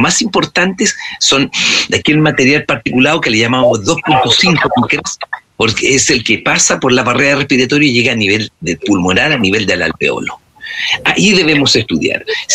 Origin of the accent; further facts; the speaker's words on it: Chile; Comenzamos a pelearlos como chilenos.